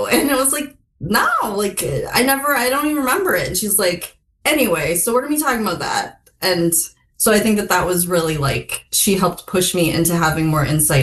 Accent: United States; also born or lived in South Korea

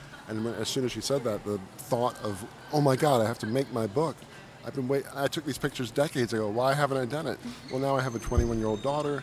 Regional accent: Washington, District of Columbia, United States; this is my bread and butter, my hometown, and the Southwest is really my origin, where I grew up, and also where I returned to finish writing my book. I've lived all over town, but now it's I'm back where I started.

